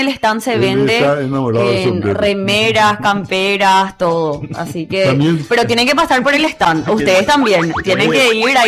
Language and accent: Spanish; Paraguay; cuando nosotros somos paraguayos